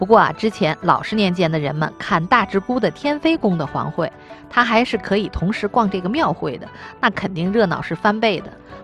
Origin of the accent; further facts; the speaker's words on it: Tianjin, China; 那时候老十年间咱们天津人的生活习惯里其实有很多今天南方人的生活的特色。